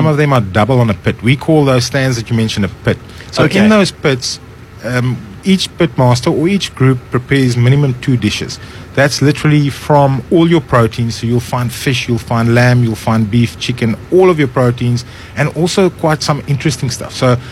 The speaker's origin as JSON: {"language": "English", "country": "South Africa", "said": "me being as a South African as well"}